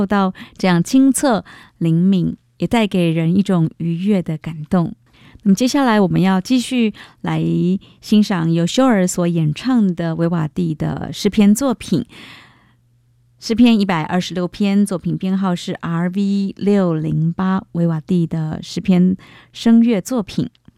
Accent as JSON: {"language": "Chinese", "country": "Taiwan"}